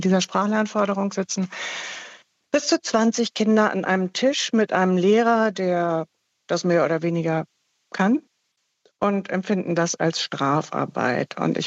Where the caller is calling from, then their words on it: Hamburg, Germany; Ich rufe aus Hamburg an.